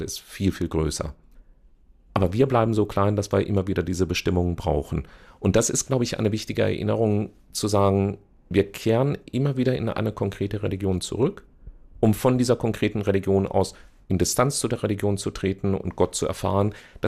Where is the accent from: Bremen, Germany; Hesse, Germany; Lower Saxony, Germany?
Hesse, Germany; Marburg; Ich bin aufgewachsen in Marburg an der Lahn. Mein Vater war Pfarrer an der Elisabethkirche in Marburg.